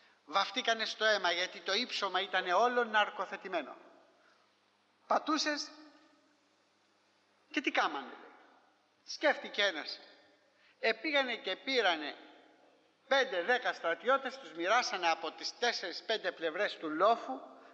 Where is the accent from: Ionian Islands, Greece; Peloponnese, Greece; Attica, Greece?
Ionian Islands, Greece; Corfu; Σας ξανά έλεγα ότι στην Κέρκυρα, στην πατρίδα μου, όταν είμαστε παιδιά, ερχόταν συνεχώς ο Αγγλικός στόλος.